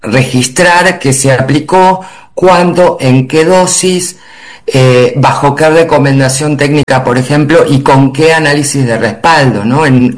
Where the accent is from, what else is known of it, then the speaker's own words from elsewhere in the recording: Argentina; moved away as an adult; now in Europe; Yo soy argentina y hace 8 años que vivo acá en Europa